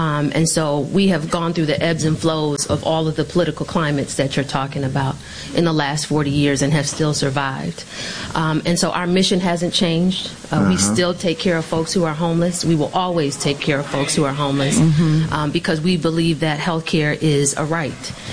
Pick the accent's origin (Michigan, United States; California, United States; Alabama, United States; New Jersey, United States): Michigan, United States; Detroit; but I'm also a proud Detroiter, born and raised in Detroit.